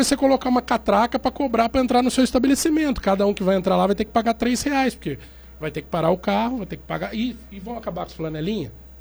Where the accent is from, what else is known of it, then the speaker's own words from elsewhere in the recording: Pindamonhangaba, São Paulo, Brazil; sou filho de Pindamonhangaba. Para quem não sabe, por parte de pai eu sou de Curuputuba, por parte de mãe eu sou ali do Aras Paulista. Estou aí na cidade há muito tempo